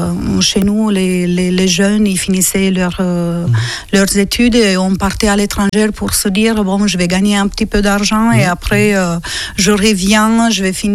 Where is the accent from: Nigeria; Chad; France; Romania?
Romania; Războieni, Iași County; moved away as an adult; Sauf que moi, je suis née à Iași, mais j'ai vécu à 50 km dans la campagne. Et cette petite ville que j'aime beaucoup s'appelle Războieni. Et c'est là que j'ai grandi.